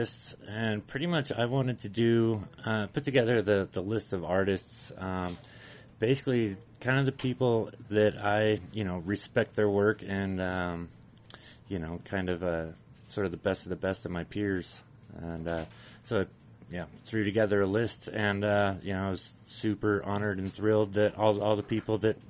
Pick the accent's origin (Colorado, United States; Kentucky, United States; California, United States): Colorado, United States; Carbondale; it's always something that I thought would be super cool to bring to Carbondale, to my hometown.